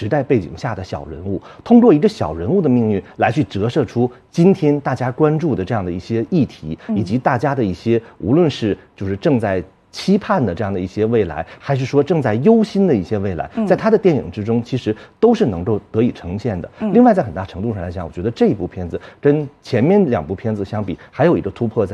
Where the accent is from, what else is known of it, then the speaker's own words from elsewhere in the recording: China; 我们非常荣幸生活在中国，因为我们作为中国人来讲